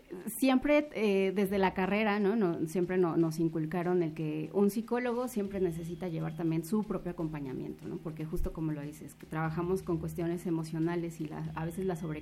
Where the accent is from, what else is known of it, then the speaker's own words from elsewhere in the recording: Tlaxcala, Mexico; soy originaria de Tlaxcala. Parte de mi vida he estado aquí en Tlaxcala de chiquita. Bueno, mis papás son de Oaxaca